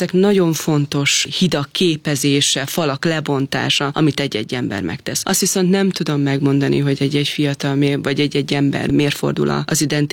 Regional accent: Hungary

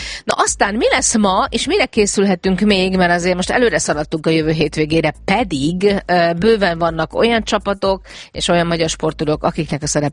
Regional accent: Hungary; akikre nem csak mi magyarok vagyunk büszkék

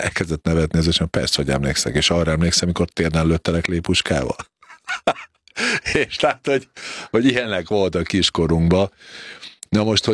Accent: Slovakia; felvidéken, szlovák ajkúak között kellett élni, edzeni, és így kellett bekerülni a szlovák válogatottba is magyarként, ami nem volt egy ideális helyzet, valljuk be.

